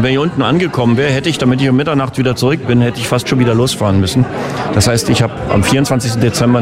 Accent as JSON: {"language": "German", "region": "Berlin", "country": "Germany", "tie": "born or raised there", "said": "Aufgewachsen bin ich im Grunde 10, 15 Kilometer davon entfernt, im Südwesten Berlins."}